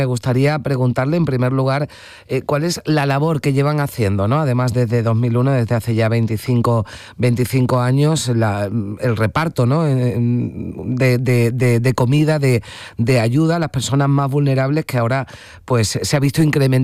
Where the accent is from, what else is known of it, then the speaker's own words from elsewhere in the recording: Seville, Andalusia, Spain; ese calor malagueño, que fíjate que yo soy de Sevilla, que sé lo que es el calor, ¿no?